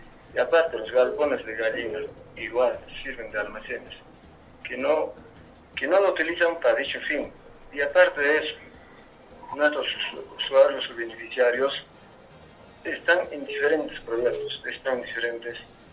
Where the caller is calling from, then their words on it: Apurímac, Peru; Desde Choaquere.